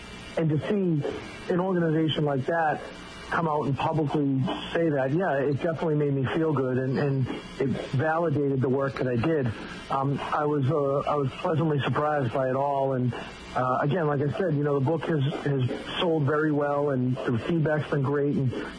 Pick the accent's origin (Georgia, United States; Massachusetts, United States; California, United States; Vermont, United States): Massachusetts, United States; Brockton; That was a passion project growing up in Brockton.